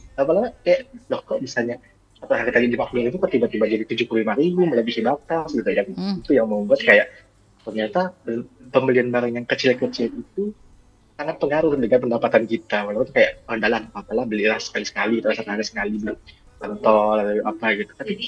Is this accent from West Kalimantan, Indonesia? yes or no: yes; Pontianak, West Kalimantan, Indonesia; now in Sanggau, Indonesia; Kalau saya kan memang kebetulan saya kan orang Pontianak yang kerja di Sanggau dan kebetulan ada ngekos gitu kan.